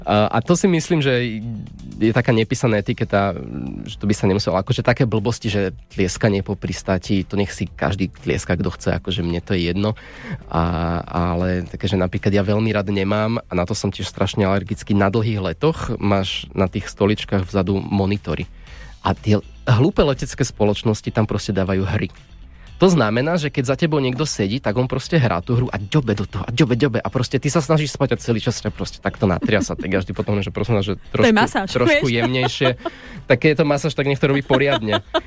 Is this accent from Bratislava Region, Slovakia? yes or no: yes; Bratislava Region, Slovakia; keď som sa narodil v Bratislave, ale potom sme sa presťahovali na dedinu kúsok od Bratislavy a každé ráno ma vozili do školy.